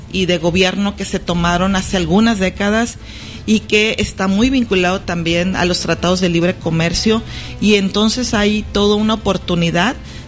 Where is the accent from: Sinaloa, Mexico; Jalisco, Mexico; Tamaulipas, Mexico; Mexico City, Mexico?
Sinaloa, Mexico; Chametla; Yo soy de Chametla, un campo pesquero del sur de Sinaloa.